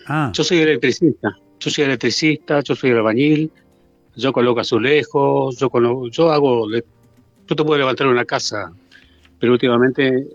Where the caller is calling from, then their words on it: Rafael Castillo, Buenos Aires Province, Argentina; Rafael Castillo, de Rafael. De La Matanza.